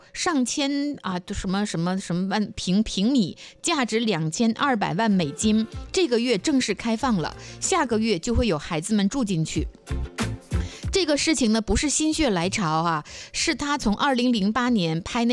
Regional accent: China

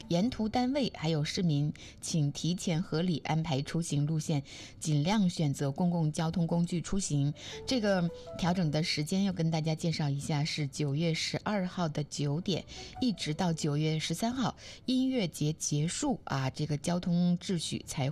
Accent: Dalian, Liaoning, China; 作为大连人

